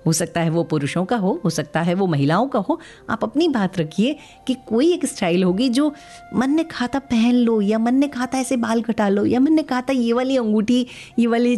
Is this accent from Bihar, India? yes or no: no; Mumbai, Maharashtra, India; बचपन में हम खार मुंबई में रहते थे, पूज्य माता जी जब भी लिंकिंग रोड के हेयर ड्रेसर के पास ले जाती थी